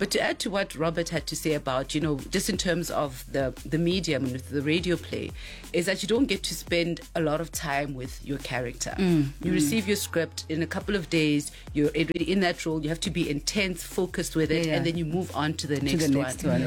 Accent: Botswana; now in South Africa; I actually haven't had a township experience growing up in Botswana and then coming back to South Africa.

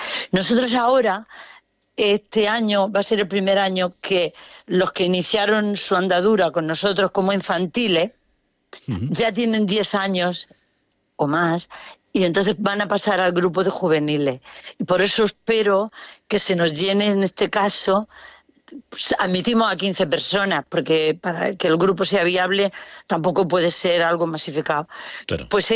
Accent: Region of Murcia, Spain; accent: Murcian; que se entienda nuestro acento sin renunciar a él. Pero el acento murciano a veces es fuerte y difícil de entender.

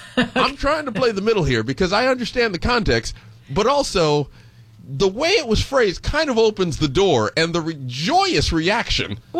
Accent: California, United States; I hold to being a Californian pretty strongly.

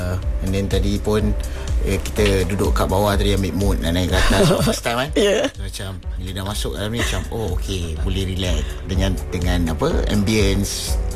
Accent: Johor Bahru, Johor, Malaysia; moved away as an adult; also born or lived in Muar; now in Kuala Lumpur, Malaysia; saya memang membesar di JB sama umur saya 18.

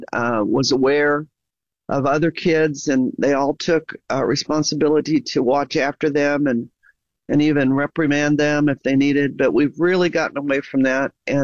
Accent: Ohio, United States; moved away as an adult; also born or lived in Massachusetts; now in Oklahoma, United States; I was raised in Ohio, born in Massachusetts, raised in Ohio. But then when I went off to college, I came down to Oklahoma and we never went back.

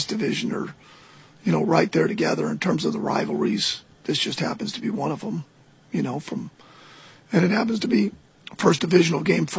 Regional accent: Midwest, United States; I grew up in the Midwest, you know, with the Packers and the Bears and the Vikings and the Lions.

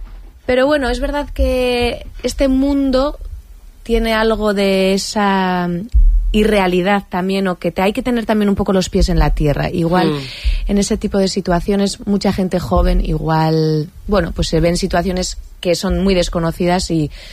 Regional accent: San Sebastián, Basque Country, Spain; Yo soy de aquí, de Donosti, y actuar en el Antzokizara para mí es, sí, estar en casa.

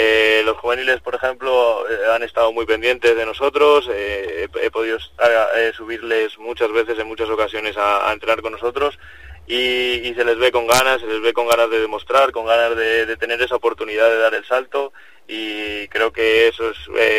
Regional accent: Cantalejo, Castile and León, Spain

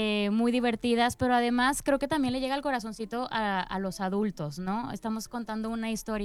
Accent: Monterrey, Nuevo León, Mexico; es algo que resuena mucho como regios, es algo que lo tenemos muy cerquita y pues nada, que vengan a verlo, porque también sé, porque ya viví aquí muchos años

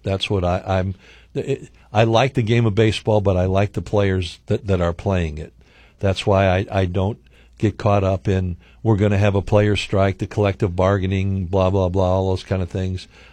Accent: Chicago, Illinois, United States; Growing up in the Chicago area

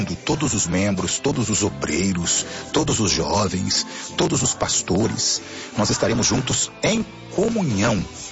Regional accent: Brazil

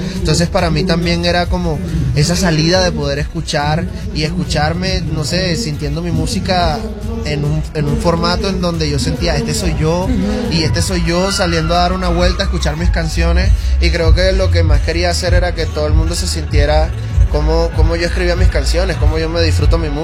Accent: Barranquilla, Atlántico, Colombia; nosotros como barranquilleros de nosotros mismos

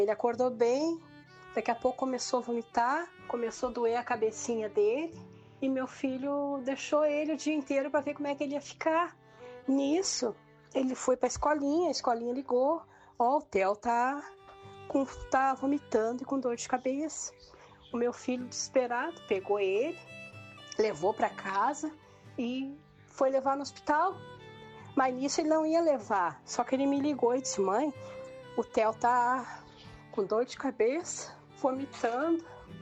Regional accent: Alvorada, Rio Grande do Sul, Brazil; sou de Alvorada, Rio Grande do Sul.

